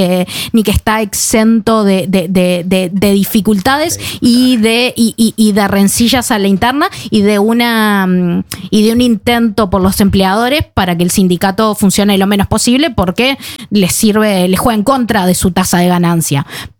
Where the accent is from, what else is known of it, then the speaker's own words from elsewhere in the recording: Uruguay; now in Norway; yo como uruguaya